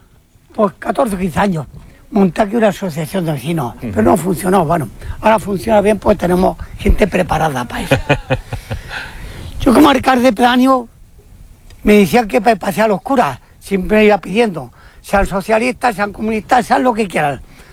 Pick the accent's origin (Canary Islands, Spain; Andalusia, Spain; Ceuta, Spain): Andalusia, Spain; Siles; moved away; Entonces yo he recorrido un mundo, ¿eh? Pues yo he estado hasta en Rusia. Bueno, entonces yo... Esto para mí es el corazón de Siles. La caña del señor. A donde yo nací.